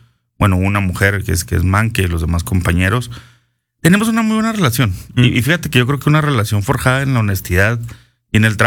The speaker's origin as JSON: {"language": "Spanish", "region": "Chihuahua", "country": "Mexico", "tie": "born or raised there", "said": "Yo soy de Chihuahua, nacido y creado aquí toda mi vida."}